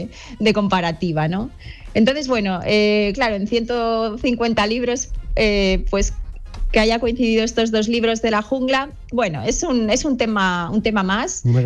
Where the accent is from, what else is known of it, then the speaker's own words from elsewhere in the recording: Pyrenees, Spain; Yo soy del Pirineo y el bosque me acompaña en muchísimos libros